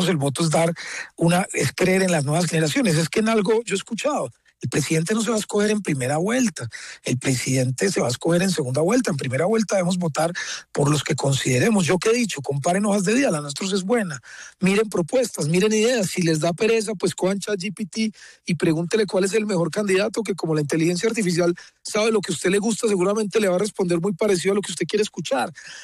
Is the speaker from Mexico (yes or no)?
no; Riosucio, Caldas, Colombia; born there; also born or lived in Manizales; Pues yo soy caldense y yo tengo allá mi botico y allá tengo mis amigos, esa es mi tierra.